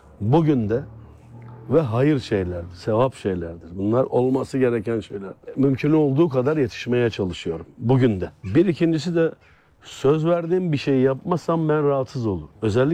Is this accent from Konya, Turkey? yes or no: no; Adana, Turkey; Adanalıyım ben.